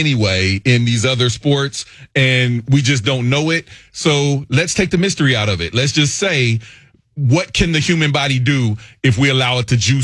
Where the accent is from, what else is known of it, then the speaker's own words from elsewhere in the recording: Ohio, United States; I mean, I'm from Ohio, you know what I'm saying?